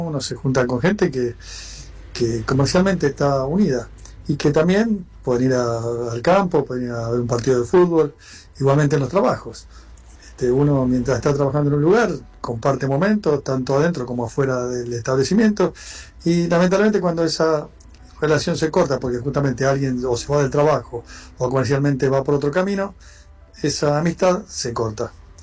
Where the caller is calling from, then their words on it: El Palomar, Buenos Aires Province, Argentina; Buen día, Latina. … de Palomar.